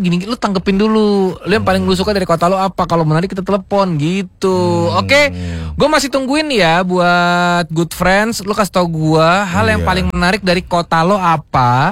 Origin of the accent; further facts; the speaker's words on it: Malang, East Java, Indonesia; Kalau gua dari kota gua Malang nih, misalnya dari rumah nenek gua, itu yang paling gua suka adalah sejuk.